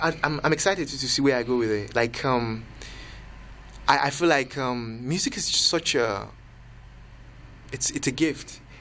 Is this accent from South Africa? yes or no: no; Nigeria; moved away as an adult; now in Windsor, Canada; What I mean is, when I came, because I came from Nigeria in 2016, and I came to do my master's here.